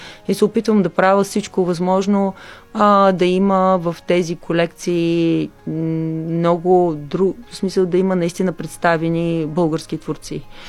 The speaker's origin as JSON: {"language": "Bulgarian", "town": "Plovdiv", "region": "Plovdiv Province", "country": "Bulgaria", "said": "аз съм основно от Пловдив."}